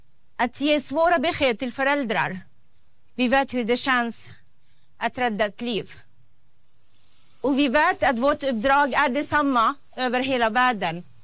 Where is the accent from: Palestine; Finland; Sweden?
Palestine; Jag står här inte bara som palestinier, utan också som barnläkare.